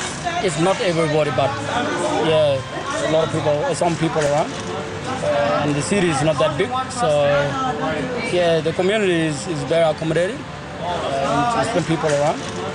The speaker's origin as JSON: {"language": "English", "country": "South Sudan", "tie": "born or raised there", "second_language": "English", "moved": "as an adult", "lives_now": "Alice Springs, Australia", "said": "I'm from South Sudan. That's where I was born."}